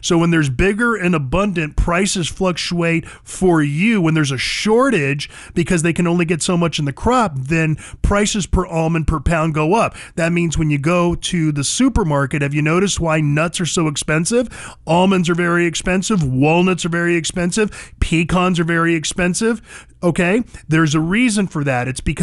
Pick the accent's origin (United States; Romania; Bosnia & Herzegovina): United States; Merced, California; moved away; I see signs all over the San Joaquin Valley, which were my old stomping grounds. Okay, I was born and raised out in Merced.